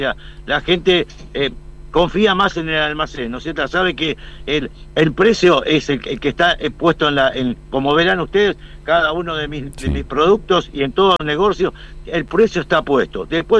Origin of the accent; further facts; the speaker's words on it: Argentina; soy argentino